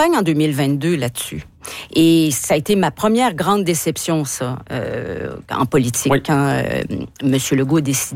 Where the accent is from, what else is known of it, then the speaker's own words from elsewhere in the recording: Lévis, Quebec, Canada; Je suis de la Chaudière, puis même Lévis